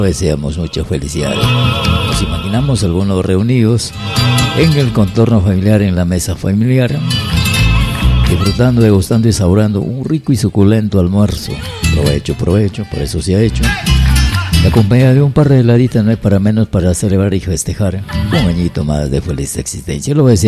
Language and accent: Spanish; Peru